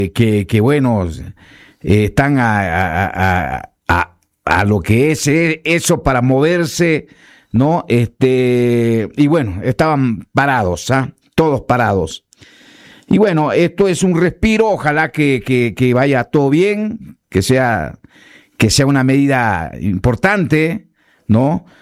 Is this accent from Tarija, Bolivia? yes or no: yes; Villamontes, Tarija, Bolivia; now in La Paz, Bolivia; yo vengo de Villamontes, ¿no? Lugares donde siempre hemos estado en nuestra juventud, en nuestros tiempos de chango. Y bueno, ya después nos vinimos para estos lados y ya estamos, son varios años que estamos, ¿eh?, en esta ciudad maravillosa que es La Paz